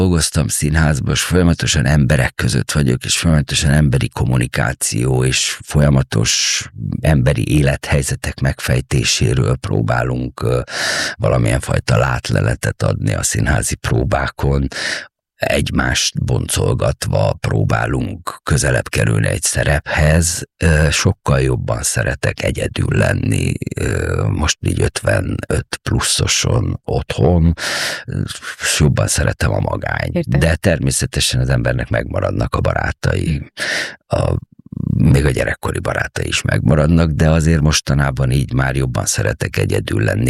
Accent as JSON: {"language": "Hungarian", "town": "Târgu Mureș", "region": "Mureș County", "country": "Romania", "tie": "born or raised there", "also_born_or_lived": "Miskolc", "moved": "yes", "said": "ez 80-as évek, Marosvásárhely, Románia, én Erdélyben születtem, Marosvásárhelyen"}